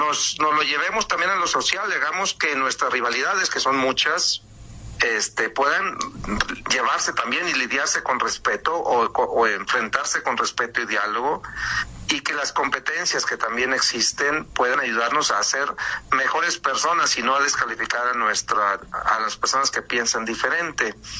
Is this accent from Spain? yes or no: no; Mexico; creo que como mexicanos tenemos que amar a nuestro país